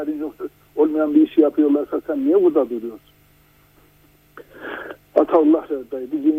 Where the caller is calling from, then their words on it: Erzurum, Turkey; Erzurum'dan arıyorum.